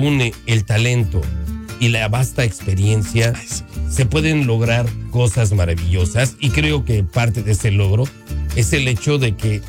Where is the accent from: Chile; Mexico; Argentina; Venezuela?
Mexico; pero honestamente yo creo que aún como mexicanos no nos hemos dado la oportunidad de descubrir la belleza de cada estado